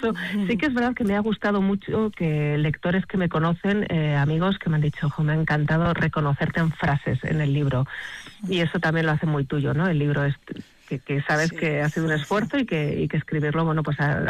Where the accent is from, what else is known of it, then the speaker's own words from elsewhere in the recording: Pamplona, Navarre, Spain; now in Madrid, Spain; era gente que había salido de mi Navarra